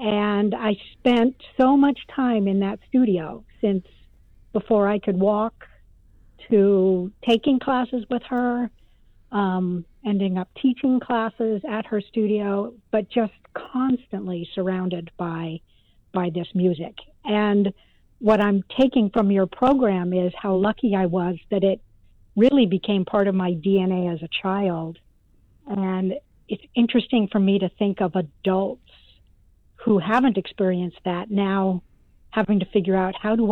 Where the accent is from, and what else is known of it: Colorado, United States; born there; now in Bristol